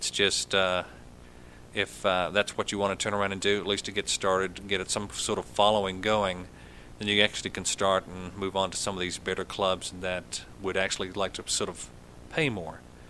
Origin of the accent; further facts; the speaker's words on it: New Zealand; getting back to my hometown of New Zealand. It's a beautiful resort there.